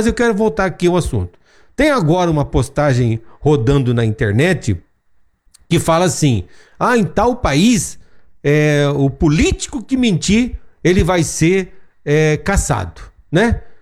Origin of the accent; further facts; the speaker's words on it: Brazil; nós somos brasileiros e gostamos muito de futebol